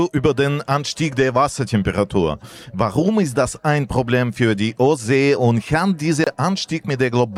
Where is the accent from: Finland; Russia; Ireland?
Russia; moved away; Ich komme aus Russland und das ist besonders wichtig für mich zu wissen.